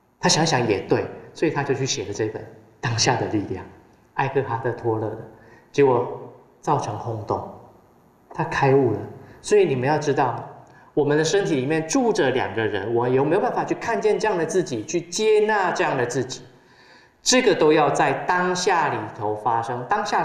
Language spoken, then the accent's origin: Chinese; Taiwan; 我们都会讲台语